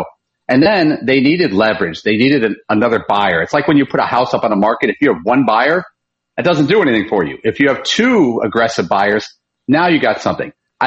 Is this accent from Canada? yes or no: no; Hammond, Indiana, United States; I grew up in the South Side. Where I grew up, Hammond, Indiana, it's like 10 minutes away.